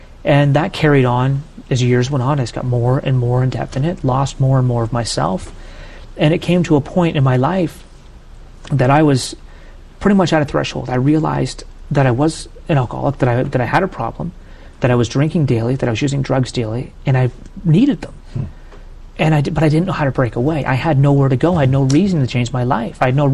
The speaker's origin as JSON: {"language": "English", "country": "Canada", "said": "As a Canadian, we played road hockey nonstop."}